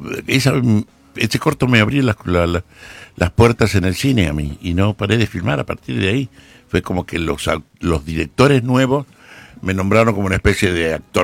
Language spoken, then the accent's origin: Spanish; Guachipas, Salta, Argentina; born there; en el pueblo donde yo nací, en Huachipas